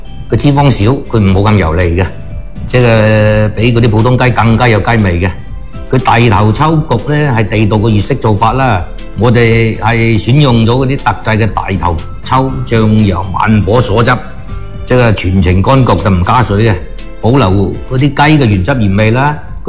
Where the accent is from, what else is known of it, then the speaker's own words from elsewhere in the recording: Guangdong, China; 我哋廣東人